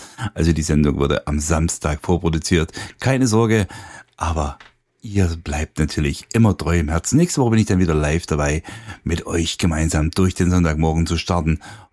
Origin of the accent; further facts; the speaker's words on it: Saxony, Germany; accent: Saxon; Ich bin da mal oben gewesen als DJ. Das ist schon Jahre her, aber ja, und dann ich mit meinem sächsischen Dialekt.